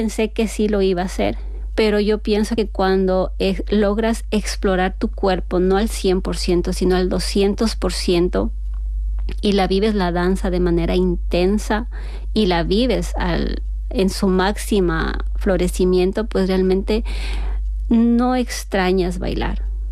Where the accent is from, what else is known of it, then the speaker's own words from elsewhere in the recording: Ecuador; nuestro país